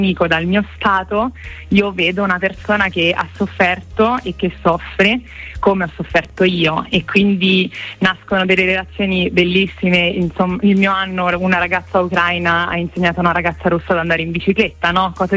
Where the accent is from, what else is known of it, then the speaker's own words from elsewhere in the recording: Rome, Lazio, Italy; io sono di Roma